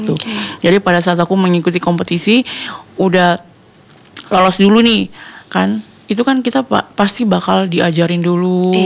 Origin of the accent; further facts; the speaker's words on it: Papua, Indonesia; Dan waktu itu aku Papua, istilahnya Indonesia Timur, mm-hmm. satu-satunya, okay. yang bisa lolos